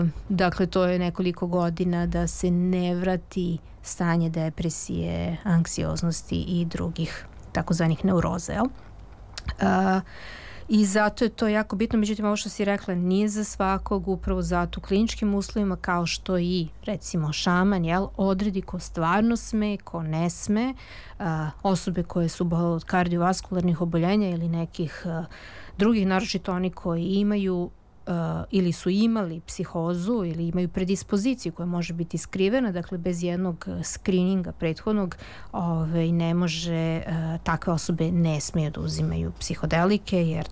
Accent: Serbia; ja sam jedina iz Srbije i ja dolazim iz zemlje koja je jedina koja nije prihvatila ovakav vid medicine u zvaničnom smislu.

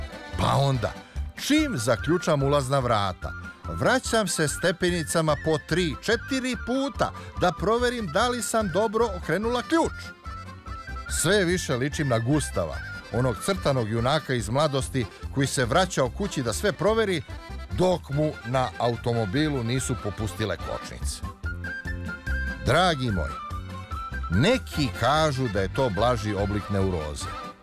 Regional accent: Southern and Eastern Serbia, Serbia; now in Belgrade, Serbia; živim na Zvezdari, a rodom sam iz Negotinske krajine. Nisam zaboravila svoje korene, nisam zaboravila svoje detinjstvo

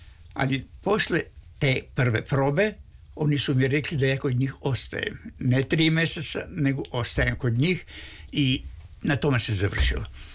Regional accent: Russia; Pored toga, ja sam bio Rus.

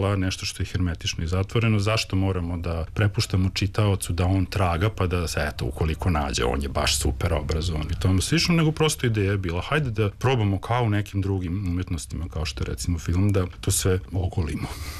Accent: Novi Sad, Vojvodina, Serbia; Ja kao neko ja sam odrastao u Novom Sadu, ali sam jako puno vremena provodio u Tršiću, jer su mi i majka i otac iz Tršića.

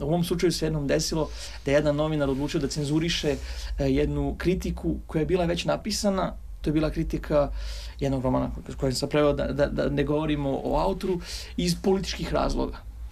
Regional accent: Serbia; Naravno kao neko koje je poreklom iz Srbije da predlažem srpske autore.

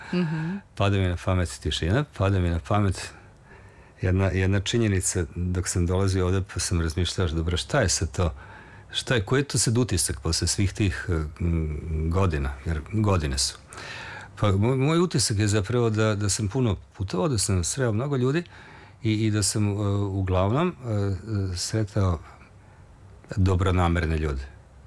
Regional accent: Novi Sad, Vojvodina, Serbia; Za mene je važna Fruška Gora, evo, ja sam iz Novog Sada

